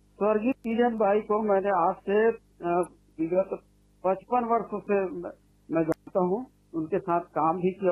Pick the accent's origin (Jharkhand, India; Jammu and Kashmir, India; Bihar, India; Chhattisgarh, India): Chhattisgarh, India; मेरे गांव में, सलोनी ग्राम, सलोनी जो खैरागढ़ के पास है